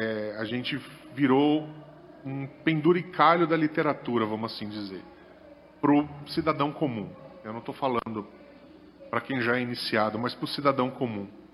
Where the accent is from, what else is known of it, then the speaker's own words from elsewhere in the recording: Praia Grande, São Paulo, Brazil; Lá eu sou de Praia Grande